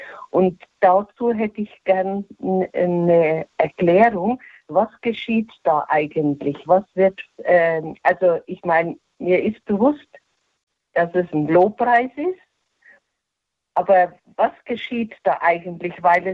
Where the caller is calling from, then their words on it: Sand am Main, Bavaria, Germany; Aus Unterfranken, aus Sand am Main.